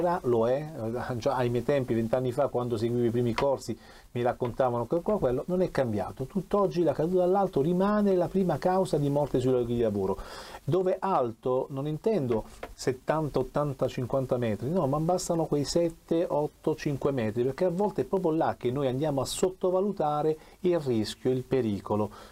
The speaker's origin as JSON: {"language": "Italian", "town": "Taranto", "region": "Apulia", "country": "Italy"}